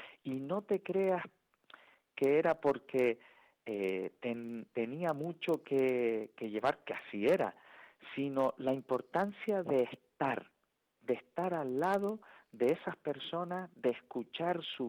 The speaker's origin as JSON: {"language": "Spanish", "town": "Teror", "region": "Canary Islands", "country": "Spain", "said": "soy de Teror"}